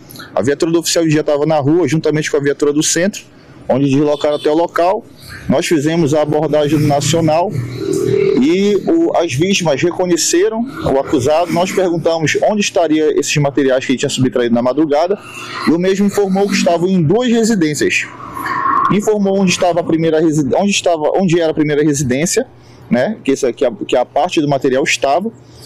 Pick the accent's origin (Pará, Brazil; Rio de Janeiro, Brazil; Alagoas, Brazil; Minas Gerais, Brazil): Pará, Brazil; Mãe do Rio; onde eu sou de Mãe do Rio, né?